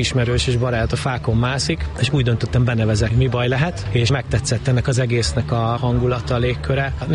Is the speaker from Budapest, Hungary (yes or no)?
no; Tata, Komárom-Esztergom, Hungary; itt nőttem föl Tatán, ezek alatt a fák alatt